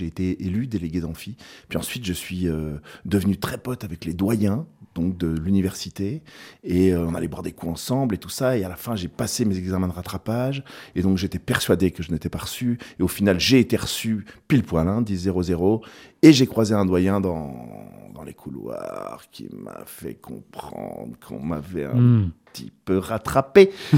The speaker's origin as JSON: {"language": "French", "town": "Langres", "region": "Grand Est", "country": "France", "tie": "born or raised there", "said": "J'ai grandi à Langres, donc c'est en France."}